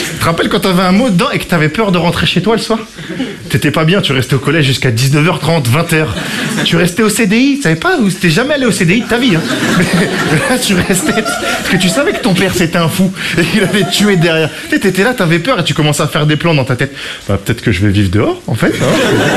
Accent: Clermont-Ferrand, Auvergne-Rhône-Alpes, France; Je suis de Clermont-Ferrand, moi, là-bas.

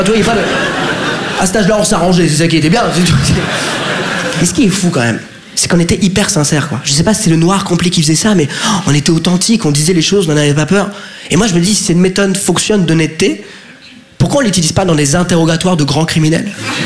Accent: France; Je lui dis, mais papa, mais on est de France.

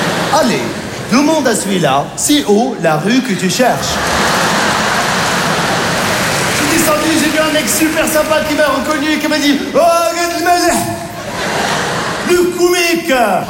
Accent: Morocco; born there; Je suis né au Maroc. Ce qui est bien quand t'es marocain, quand tu vas aux States...

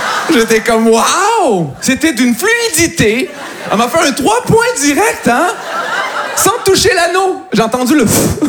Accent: Montreal, Quebec, Canada; Voilà, je viens de Montréal. Voilà. Ça s'entend, hein?

